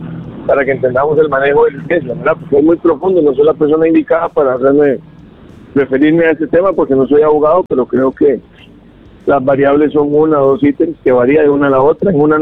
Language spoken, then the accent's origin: Spanish; Costa Rica; porque los que somos costarricenses queremos que el fútbol nacional siga trascendiendo